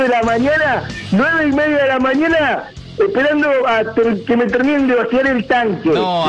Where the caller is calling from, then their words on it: Podestá, Buenos Aires Province, Argentina; Yo vivo en Podestá.